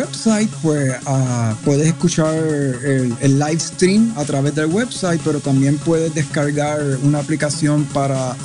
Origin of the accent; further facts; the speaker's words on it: Puerto Rico; now in New York, United States; yo soy un actor, cantautor oriundo de Puerto Rico. Actualmente estoy viviendo en Nueva York.